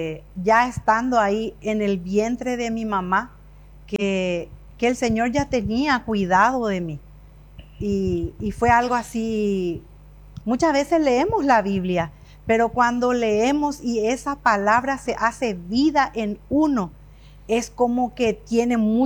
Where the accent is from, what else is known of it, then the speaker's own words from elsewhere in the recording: Asunción, Paraguay; Somos asuncenos.